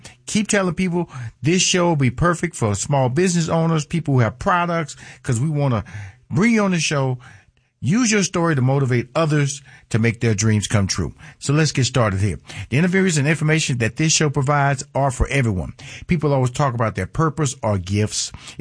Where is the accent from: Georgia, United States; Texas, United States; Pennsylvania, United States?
Texas, United States; Houston; moved away; my hometown, Houston, Texas